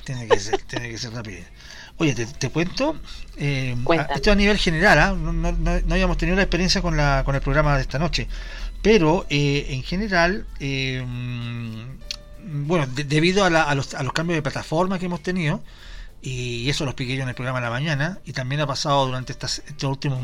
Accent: Chile; Pero nosotros que somos americanos, chilenos sobre todo, Melinda Culea.

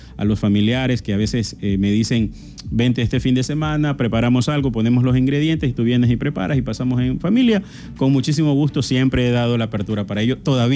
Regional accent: Esmeraldas, Ecuador; also born or lived in Guayaquil; now in Santo Domingo, Ecuador; ser ecuatoriano, porque si bien es cierto, soy esmeraldeño, ahora vivo en Santo Domingo, pero también viví en Guayaquil.

